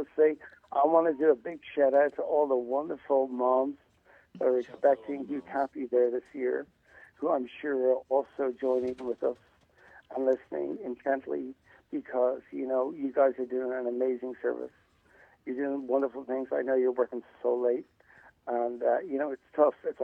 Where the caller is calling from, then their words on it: Arizona, United States; Calling from Arizona, sir.